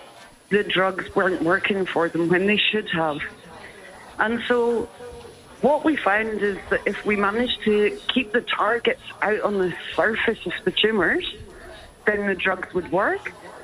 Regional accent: Scotland, United Kingdom; also born or lived in Adelaide, South Australia; now in Queensland, Australia; I was actually born in Adelaide, South Australia. I was raised in the north of Scotland, so I'm an Australian with this accent.

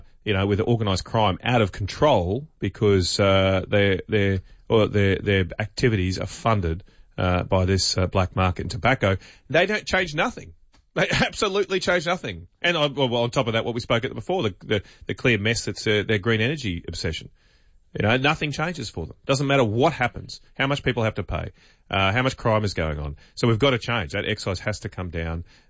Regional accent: Queensland, Australia; And I'm not from Sydney. I was happily living in central Queensland, enjoying the sunshine and freedom. And I did come to the conclusion, Ben, that during COVID, Queenslanders secretly want the border shut all the time. It just gave us a convenient excuse to keep you out.

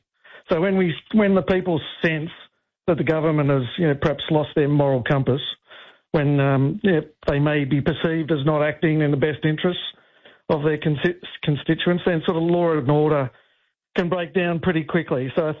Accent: Melbourne, Victoria, Australia; Well, you know, I'm born and bred in Melbourne, so nothing supreme in Victoria.

